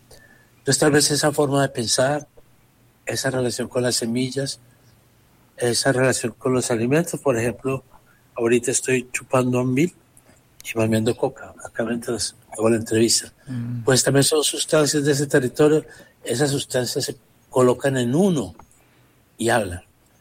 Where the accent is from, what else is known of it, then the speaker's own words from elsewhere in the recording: Medellín, Antioquia, Colombia; moved away as an adult; now in Amazon region, Colombia; Yo soy de Medellín, Antioquia. Medellín.